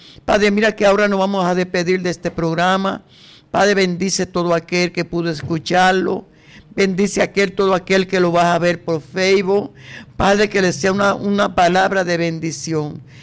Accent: Dominican Republic

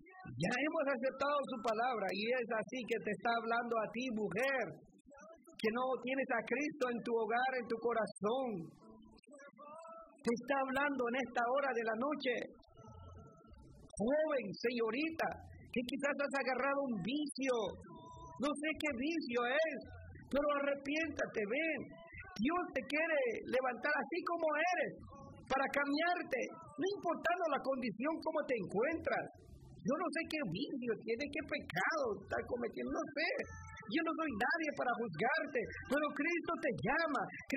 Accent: Nahualá, Sololá, Guatemala; moved away; allá en mi pueblo de Nahualá, Guatemala.

